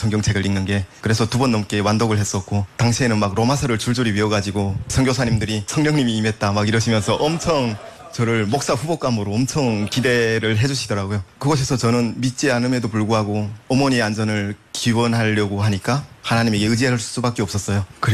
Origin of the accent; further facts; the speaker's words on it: Hyesan, Ryanggang, North Korea; 제 고향인 양강도 해산시 맞은편 중국 지린성 장백현까지 이동을 했습니다.